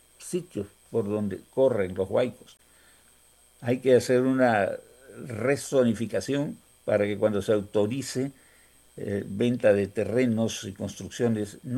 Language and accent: Spanish; Peru; que todos somos peruanos, que todos necesitamos desarrollar nuestro país